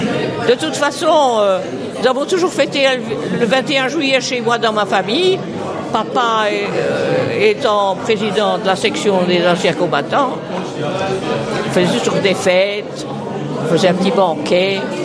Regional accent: Rochefort, Nouvelle-Aquitaine, France; Nous sommes originaires de Rochefort, la commune de Rochefort, et c'est là que papa a remonté toutes des sections.

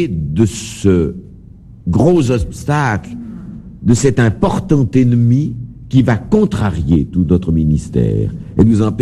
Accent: Grandson, Vaud, Switzerland; Quand j'étais enfant, je suis natif de Grandson.

